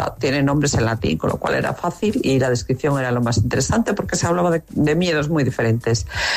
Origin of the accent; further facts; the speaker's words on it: Cantabria, Spain; now in Seville, Spain; Soy cántabra en Sevilla.